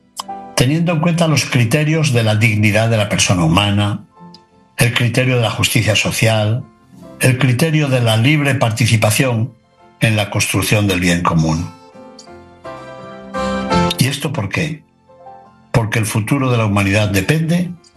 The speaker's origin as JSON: {"language": "Spanish", "country": "Spain", "said": "Sí, yo soy español, y es verdad, pero soy y formo parte de un proyecto divino"}